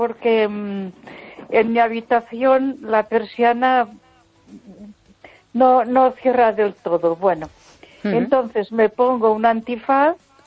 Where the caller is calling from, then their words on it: Ponferrada, Castile and León, Spain; de Ponferrada.